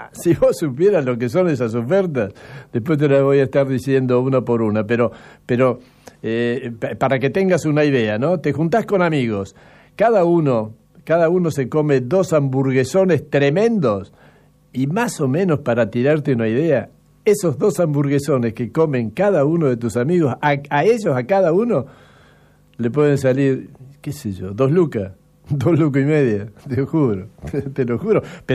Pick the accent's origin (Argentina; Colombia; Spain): Argentina; Difícil ser como un argentino.